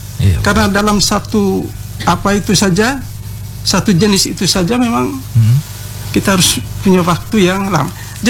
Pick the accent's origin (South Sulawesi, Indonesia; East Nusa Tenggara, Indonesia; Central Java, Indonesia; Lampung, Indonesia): East Nusa Tenggara, Indonesia; Saya berasal dari Kampung Adat Bolotopo. Jelasnya rumah suku saya suku Atarobo.